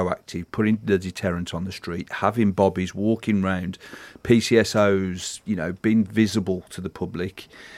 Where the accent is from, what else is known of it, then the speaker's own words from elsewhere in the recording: Dudley, West Midlands, United Kingdom; born there; moved away; I'm from this neck of the woods. I was born in Dudley